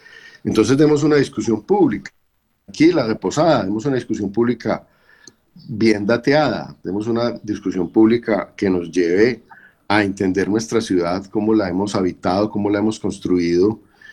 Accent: Pereira, Risaralda, Colombia; Yo soy un pereirano, nacido en Pereira, nunca me he ido de Pereira.

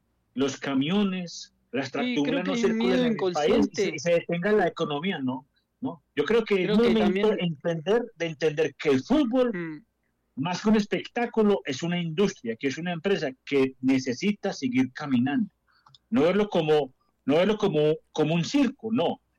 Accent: Eje Cafetero, Colombia

